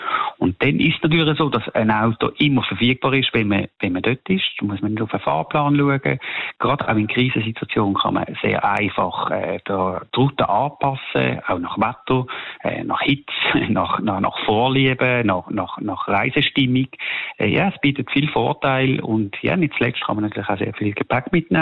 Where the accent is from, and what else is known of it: Switzerland